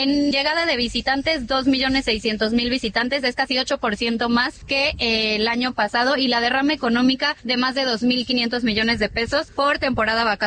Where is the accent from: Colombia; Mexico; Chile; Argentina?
Mexico